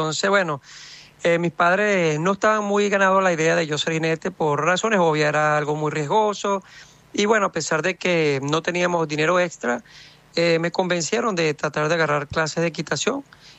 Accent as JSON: {"language": "Spanish", "country": "Venezuela", "tie": "born or raised there", "said": "Bueno, mi carrera comenzó en mi tierra natal, Venezuela, cuando yo era muy joven. Yo tenía aproximadamente 13 años de edad"}